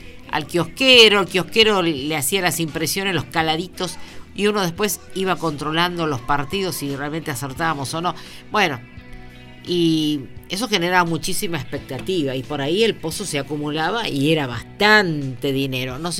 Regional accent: Argentina; Como los argentinos somos recontra futboleros

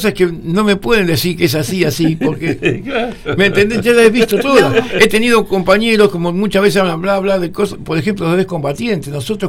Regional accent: Buenos Aires, Argentina; born there; moved away as an adult; also born or lived in Chilecito, La Rioja / Hernando, Córdoba / Córdoba; Yo soy de Capital, nacido en Capital.

